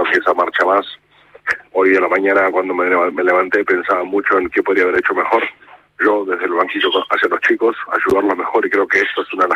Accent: Argentina; creo que como argentino lo he disfrutado

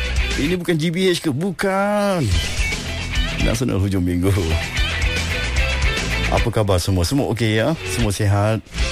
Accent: Johor, Malaysia; Saya saya asal Johor. Asal Johor

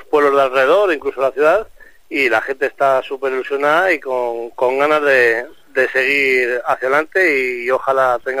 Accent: Turégano, Castile and León, Spain; somos un pueblo de 1.000 habitantes.

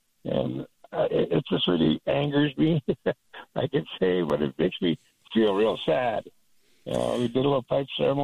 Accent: Whitewater Reservation, Minnesota, United States; Yeah, I live up in Duluth, Minnesota. I'm originally from the Whitewater Reservation up in Minnesota

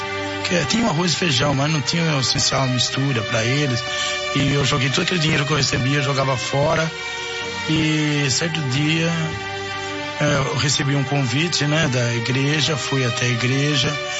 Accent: Itatiba, São Paulo, Brazil; sou de Itatiba, o bairro Santa Cruz, Alameda Dom Pedro II

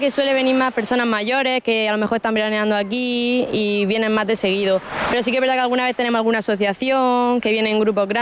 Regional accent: Cartagena, Region of Murcia, Spain; Yo de Cartagena.

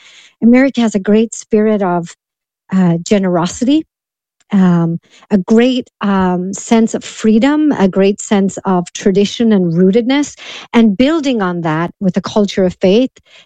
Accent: Ireland; as an Irish woman

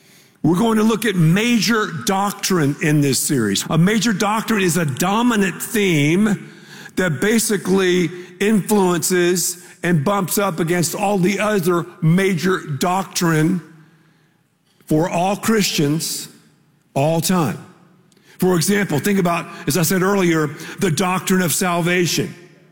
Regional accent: Texas, United States

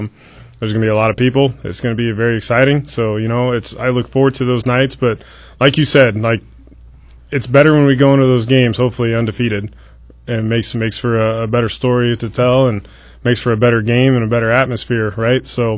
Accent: Auburn, Illinois, United States; from Auburn

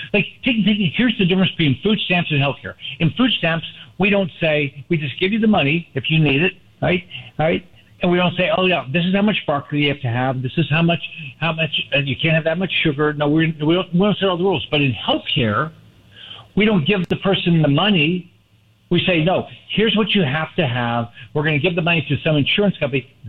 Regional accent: Midwest, United States; well, I grew up in the Midwest.

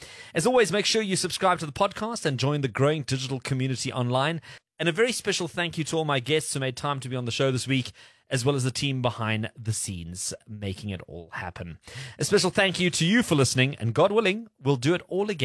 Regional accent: South Africa; I'm a South African citizen.

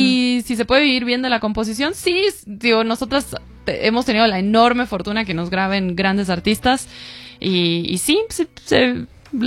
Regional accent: Uruguay; yo soy de Uruguay

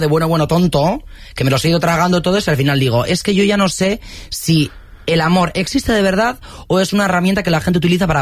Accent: Basque Country, Spain; Soy vasco. Un vasco.

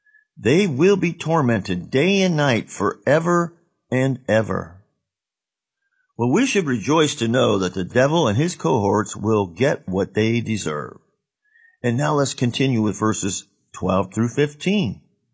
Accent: Ohio, United States; I grew up near the Tuscarawas River

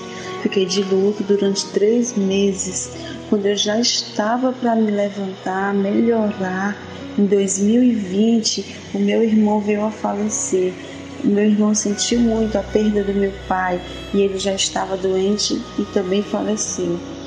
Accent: Fortaleza, Ceará, Brazil; sou aqui de Fortaleza, Ceará.

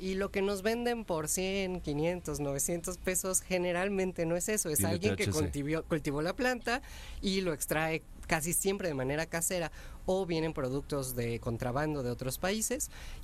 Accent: Mexico; Yo sé que somos flojos los mexicanos y no nos gusta tener que ir al médico.

